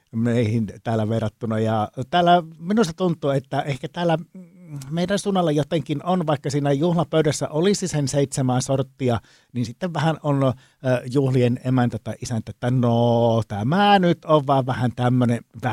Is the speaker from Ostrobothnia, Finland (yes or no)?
yes; Ostrobothnia, Finland; Ja koska olen pohjalainen, niin Pohjanmaalla ne laitetaan pöytään reilulla otteella